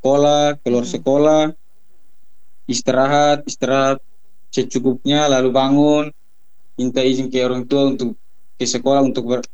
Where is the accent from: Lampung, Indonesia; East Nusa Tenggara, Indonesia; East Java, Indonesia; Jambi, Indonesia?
East Nusa Tenggara, Indonesia; born there; Saya lahir di Ponu pada tanggal 30 September tahun 2008. Ibu saya ibu rumah tangga, bapak saya petani. Dan saya sekolah di SMA Negeri Biboki Anleu